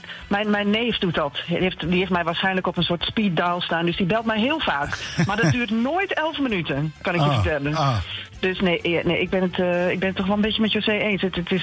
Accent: Raalte, Overijssel, Netherlands; born there; En op Valentijnsdag sta ik in Raalte, mijn geboortedorp.

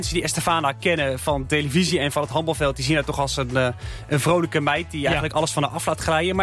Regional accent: Arnhem, Gelderland, Netherlands; Ja, we komen allebei uit Arnhem, geboren en getogen.

